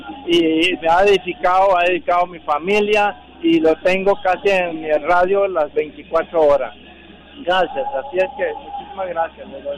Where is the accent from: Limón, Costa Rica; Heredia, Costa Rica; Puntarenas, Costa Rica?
Limón, Costa Rica; Bribri; born there; ya nací en aquí en Bribri